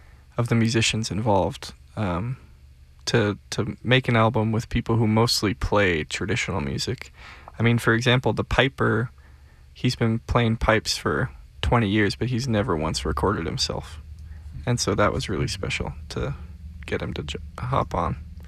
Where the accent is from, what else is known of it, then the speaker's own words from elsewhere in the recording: St. Cloud, Minnesota, United States; born there; also born or lived in Winona, Minnesota / Argyle; Yeah, I grew up in Winona and St. Cloud and Argyle.